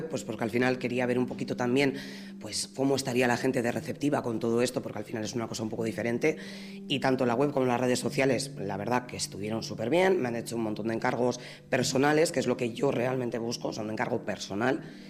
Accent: Vitoria-Gasteiz, Basque Country, Spain; yo nací en La Corre, nací en el 64, y para mí La Corre siempre ha sido muy especial. Sí que es cierto que yo ya, pues a los 11 años, me fui a vivir a otro barrio, pero oye, cuando me tuve que comprar la casa lo tenía claro y volví a La Corre

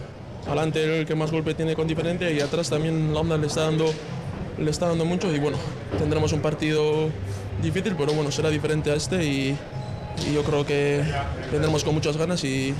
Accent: Mondragón, Basque Country, Spain; Soy de Mondragón, que es de Guipúzcoa, pero bueno, está casi pegado aquí.

